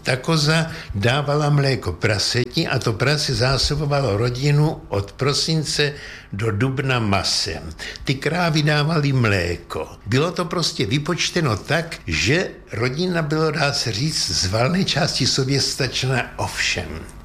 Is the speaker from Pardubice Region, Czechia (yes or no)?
no; Prague, Czechia; My jsme ti Pražáci, vltavská krev.